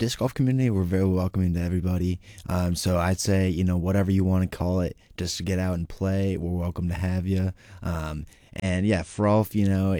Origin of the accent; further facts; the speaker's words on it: Jeffersonville, Vermont, United States; Yeah, so I'm born and raised in Jeffersonville, Vermont, local.